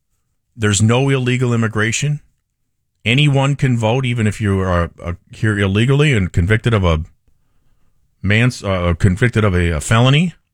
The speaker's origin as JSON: {"language": "English", "town": "Minneapolis", "region": "Minnesota", "country": "United States", "tie": "born or raised there", "moved": "yes", "said": "he was working in a local TV station in Minneapolis, and that's where I grew up in the Twin Cities area."}